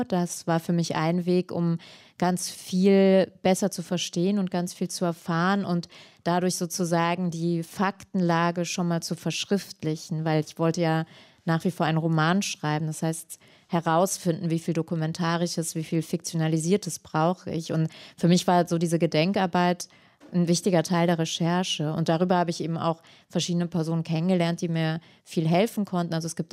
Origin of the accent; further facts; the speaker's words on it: Hermeskeil, Rhineland-Palatinate, Germany; born there; Und das hatte ich eben mit meinem Geburtsort, dass ich gemerkt habe, ich habe sozusagen die Taten selbst geschützt, indem ich auf das Schweigen reingefallen bin, das dort herrschte.